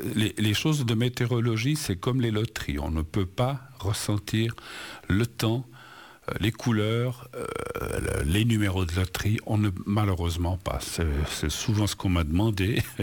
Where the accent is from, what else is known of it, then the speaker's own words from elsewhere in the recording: Spain; C'est le cas, alors, jusqu'à présent, de l'Espagne, de mon pays d'origine, l'Espagne